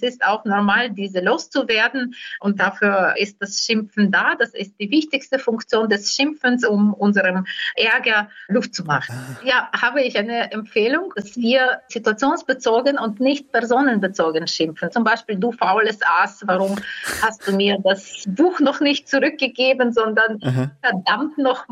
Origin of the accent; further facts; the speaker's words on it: Ukraine; first language Ukrainian; German is a second language; moved away; meine Muttersprache, das Ukrainische